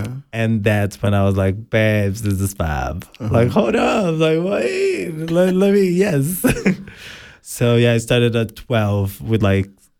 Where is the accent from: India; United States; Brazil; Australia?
Brazil; born or raised there; moved away